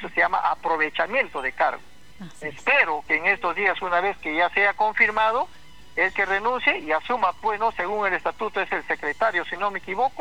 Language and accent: Spanish; Peru; nosotros los peruanos